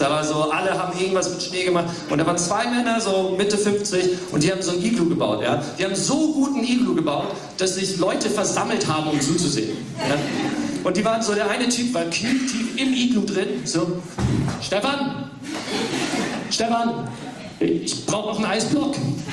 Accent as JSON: {"language": "German", "region": "Wales", "country": "United Kingdom", "said": "Ich komme aus Wales. Bei uns ist es einfach immer furchtbar."}